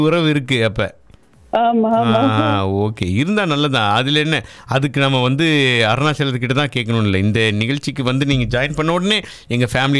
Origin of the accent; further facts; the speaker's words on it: Chennai, Tamil Nadu, India; also born or lived in Salem; நான் வந்து சென்னை தான் வளர்ந்தது, பூரா பிறந்தது வந்து சேலம்